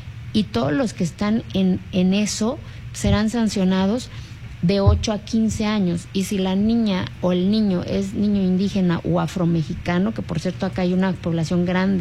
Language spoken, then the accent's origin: Spanish; Santa María Quiegolani, Oaxaca, Mexico; moved away; hace 18 años mi pueblo no venía en el mapa de este país. No existía Santa María Kegolani.